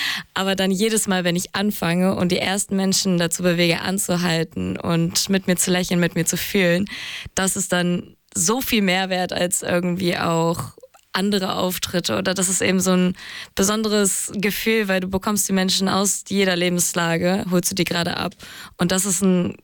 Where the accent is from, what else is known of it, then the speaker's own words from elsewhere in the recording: Hamburg, Germany; und ich komme aus Hamburg